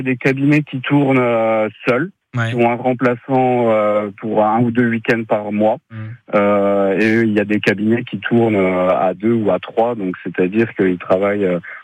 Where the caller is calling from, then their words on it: Essey-lès-Nancy, Grand Est, France; moi je suis dans un secteur périurbain, je suis à Essel-et-Nancy.